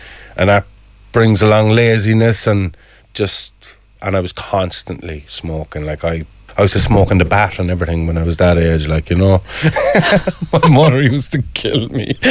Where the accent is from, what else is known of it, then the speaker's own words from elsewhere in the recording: Ireland; I'm from Parklands. Great place to grow up.